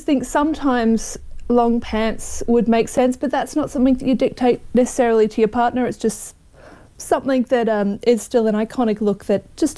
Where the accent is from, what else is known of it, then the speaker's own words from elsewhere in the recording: Australia; now in Dunedin, New Zealand; remember, I am Australian